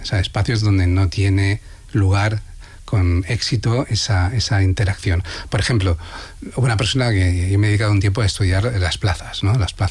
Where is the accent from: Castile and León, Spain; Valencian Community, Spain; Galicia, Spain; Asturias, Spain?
Valencian Community, Spain; sí, soy valenciano, yo conozco de cerca lo que es la especulación